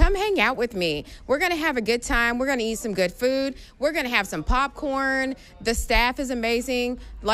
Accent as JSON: {"language": "English", "town": "Owasso", "region": "Oklahoma", "country": "United States", "tie": "born or raised there", "said": "I'm hanging out today at Classic Chevrolet right here in Owosso, which is my hometown."}